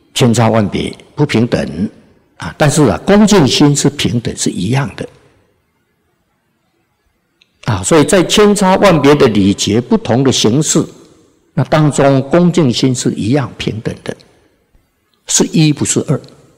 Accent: China; 我们中国人啊，近代的中国人

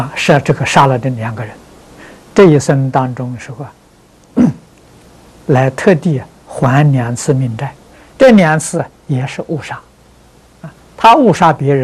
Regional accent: China; 也是我们中国人常讲的博弈之财。

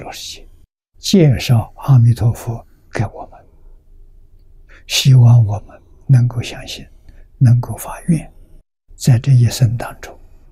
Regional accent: China

